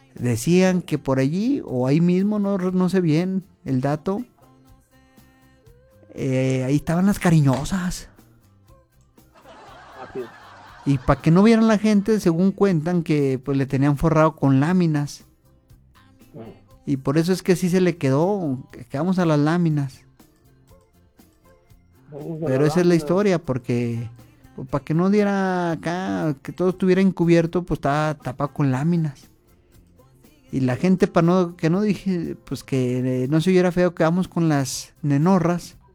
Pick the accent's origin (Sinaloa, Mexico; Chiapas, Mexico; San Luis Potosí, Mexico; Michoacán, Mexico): San Luis Potosí, Mexico; Yo soy de San Luis Potosí.